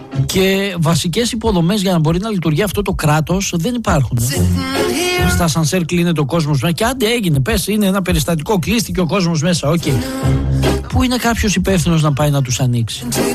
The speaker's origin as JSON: {"language": "Greek", "country": "Greece", "said": "Λυπάμαι πραγματικά για τον τόπο μου, ειλικρινά, λυπάμαι για τον τόπο μου. Λυπάμαι για αυτή τη χώρα που η Ελλαδίτσα μας θα μπορούσε να είναι το νούμερο ένα"}